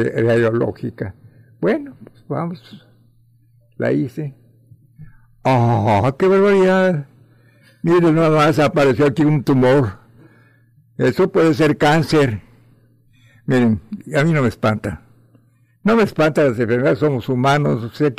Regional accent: Mexico; now in Cancún, Mexico; soy más mexicano que los meros chiles de nogada.

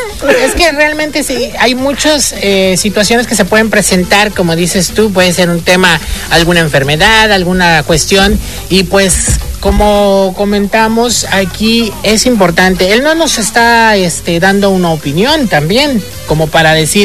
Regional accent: Dominican Republic; moved away; Soy dominicana, pero como comida mexicana.

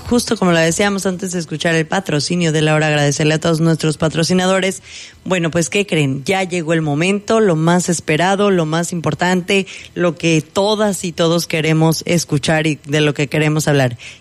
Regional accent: Mexico; somos mexicanos

